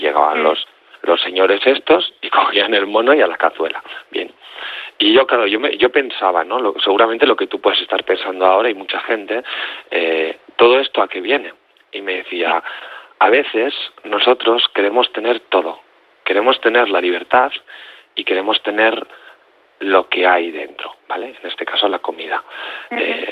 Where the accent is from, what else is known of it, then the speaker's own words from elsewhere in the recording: Basque Country, Spain; Porque yo soy del País Vasco.